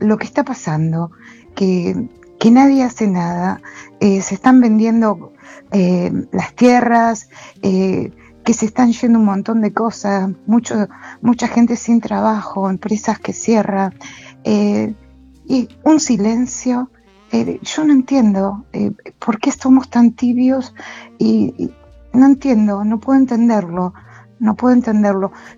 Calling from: Avellaneda, Buenos Aires Province, Argentina; yo soy de Avellaneda

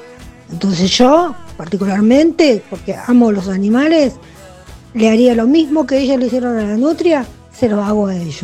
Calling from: Bahía Blanca, Buenos Aires Province, Argentina; vivo en Tiro Federal.

